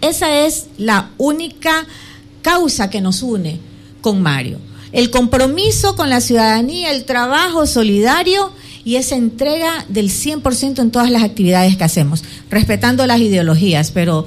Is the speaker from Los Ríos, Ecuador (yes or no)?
yes; Babahoyo, Los Ríos, Ecuador; Yo necesitaba un viceprefecto de Quevedo porque yo soy de la zona sur. Claro. Yo soy de Babahoyo